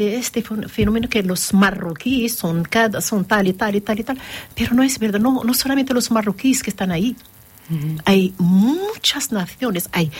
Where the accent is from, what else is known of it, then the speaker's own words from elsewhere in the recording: Morocco; now in Gandia, Spain; Yo soy española, de origen marroquí. Llevo 27 años aquí en Gandía y voy a estar aquí.